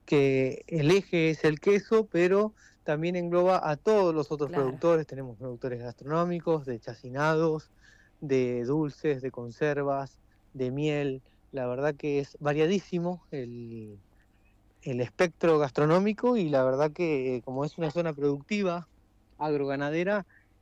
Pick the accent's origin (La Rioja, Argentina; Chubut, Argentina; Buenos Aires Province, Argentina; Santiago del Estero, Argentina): Buenos Aires Province, Argentina; Somos un partido muy característico porque tenemos infinidad de cosas por conocer. Somos muy pequeños en población, pero tenemos, es sorprendente para el viajante, para el visitante, ver la diversidad cultural con la que contamos